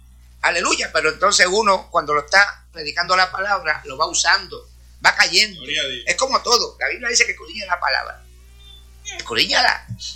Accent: Corozal, Puerto Rico; Yo fui el único del barrio Abras de Corozal que era cristiano.

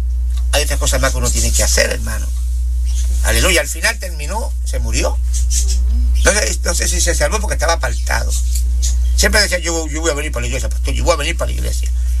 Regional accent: Puerto Rico; moved away; en Puerto Rico fueron a hacer un día de clamor, pero en mi pueblo

